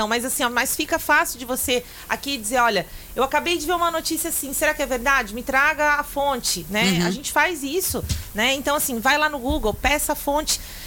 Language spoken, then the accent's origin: Portuguese; Brazil; mas nós somos brasileiros, claro.